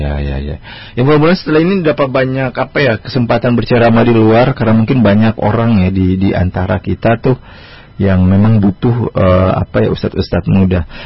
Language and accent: Indonesian; Ambon, Maluku, Indonesia; kalau kita orang Ambon yang menuntut ilmu di sumber kejauhan itu.